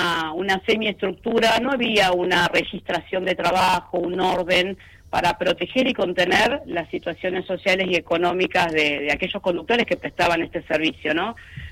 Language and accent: Spanish; Buenos Aires, Argentina; moved away as an adult; now in Ushuaia, Argentina; yo soy de Buenos Aires y adopté esta ciudad como elección, esta provincia, mira, que es a la que queremos. Hace 25 años que estoy ya en Ushuaia.